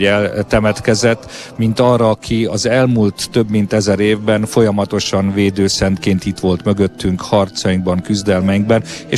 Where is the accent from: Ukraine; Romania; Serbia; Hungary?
Romania; Transylvania